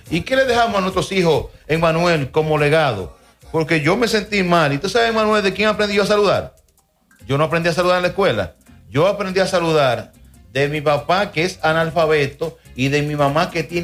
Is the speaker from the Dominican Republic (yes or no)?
yes; Dominican Republic